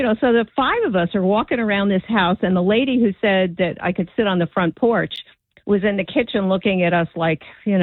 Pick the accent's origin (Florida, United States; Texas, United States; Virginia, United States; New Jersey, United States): New Jersey, United States; South Orange; I grew up in South Orange.